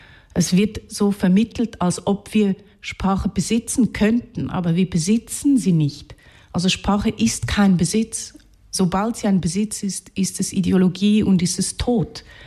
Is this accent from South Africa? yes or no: no; Zurich, Switzerland; born there; accent: Zürichdeutsch; first language Hungarian; German is a second language; ich habe zuerst Ungarisch gesprochen, dann habe ich das Ungarische nicht mehr brauchen können außerhalb der Familie. Dann habe ich Zürichdeutsch gelernt